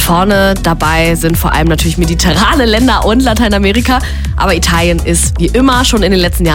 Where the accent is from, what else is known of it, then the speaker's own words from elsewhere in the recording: Spain; Und ich als Spanierin fühle mich dann natürlich komplett bestätigt.